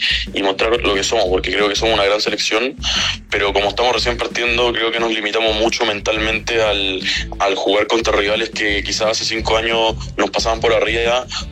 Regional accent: Chile; moved away as an adult; now in France; respecto a ser el único chileno en la liga

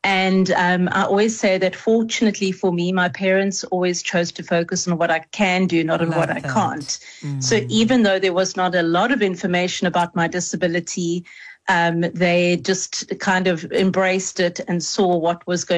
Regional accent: East London, Eastern Cape, South Africa; now in Cape Town, South Africa; even though I'm phoning in from Cape Town, I am a born and bred East Londoner.

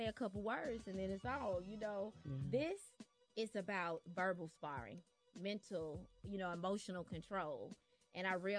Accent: Memphis, Tennessee, United States; Yeah, and then I'm from Memphis. Like we're like, you know, no nonsense.

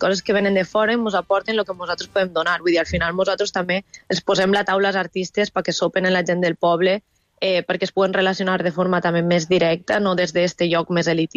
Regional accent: Otos, Valencian Community, Spain; és especial que sigui en el meu poble on he crescut

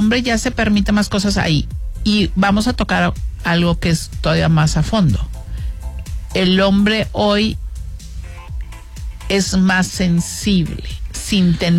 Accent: Mexico; siento que más como sociedad mexicana, todavía tenemos mucho que aprender en ese caminito.

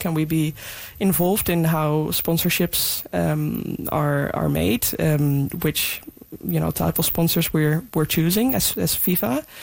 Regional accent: Netherlands; I think growing up there wasn't growing up in the Netherlands playing football there.

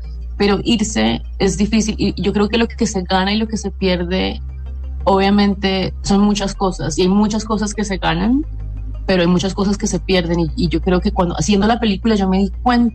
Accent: Colombia; now in Canada; porque obviamente Colombia está en mi corazón y yo soy colombiana, pero yo ya me volví una especie de mutante porque también soy canadiense

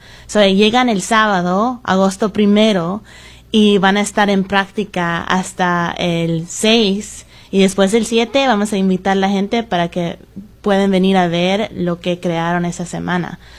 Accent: El Salvador; now in Washington, United States; siendo americano y también alguien que tiene el honor de otro país también, yo soy salvadoreña, siempre tiene el sentido de no soy de aquí, no soy de allá.

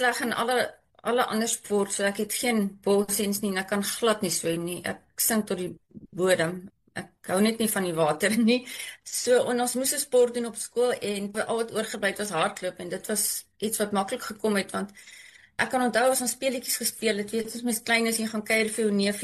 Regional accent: Bloemfontein, Free State, South Africa; moved away as an adult; also born or lived in United States; now in Stellenbosch, South Africa; Ja, ek is in Bloemfontein gebore en daar skool gegaan. Lang daar gebly tot ons Amerika toe is.

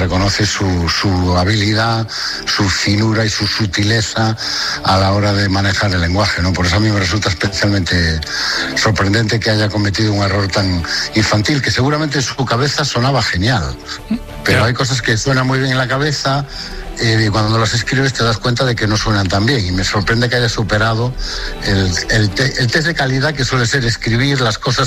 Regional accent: Galicia, Spain; Sí, yo soy de la Mañía de Lugo, que es lo más gallego que se puede ser.

